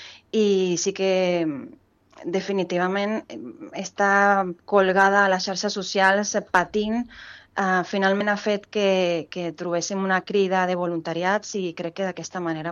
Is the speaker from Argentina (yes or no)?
no; Venezuela; now in Sitges, Spain; soc una veneçolana intentant ajudar als veneçolans que estan patint en aquests moments.